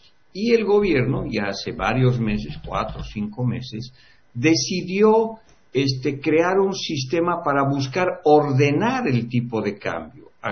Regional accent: Bolivian highlands, Bolivia; Por un frío bastante agradable para los collitas poliglobúlicos como yo.

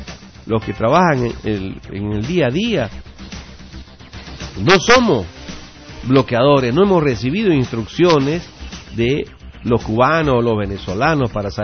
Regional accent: Bolivia; como bolivianos en todo el país

